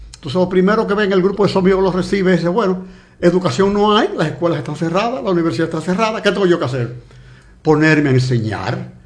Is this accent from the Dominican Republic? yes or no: yes; Dominican Republic; lo que era la parte española, que somos hoy República Dominicana